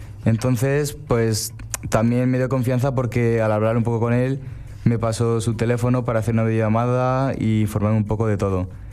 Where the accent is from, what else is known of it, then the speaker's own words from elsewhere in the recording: Horcajo de Santiago, Castilla-La Mancha, Spain; Vengo desde Horcajo de Santiago, un pueblo de Cuenca.